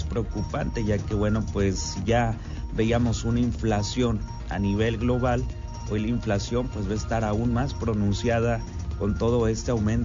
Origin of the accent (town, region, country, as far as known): Mexico